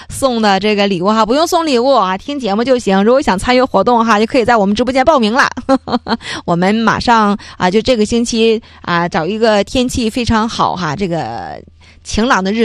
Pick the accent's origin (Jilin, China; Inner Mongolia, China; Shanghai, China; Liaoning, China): Jilin, China; 那对于我们吉林人而言